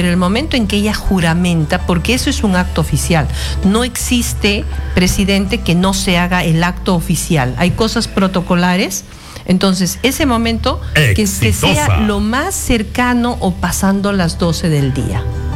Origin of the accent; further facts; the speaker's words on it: Huánuco, Peru; yo soy de Huánuco